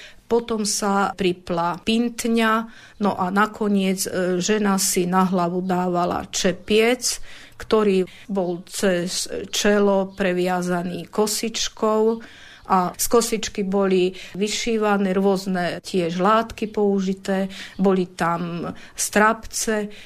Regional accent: Sucháň, Banská Bystrica Region, Slovakia; u nás v Sucháni

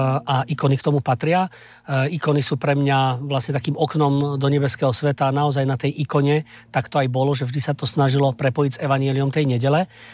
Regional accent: Žilina Region, Slovakia; pôsobil na Turci, odkiaľ pochádzam

